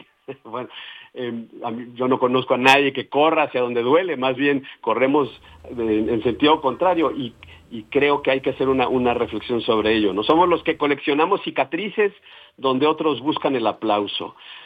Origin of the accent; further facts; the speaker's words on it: Mexico; cómo somos los mexicanos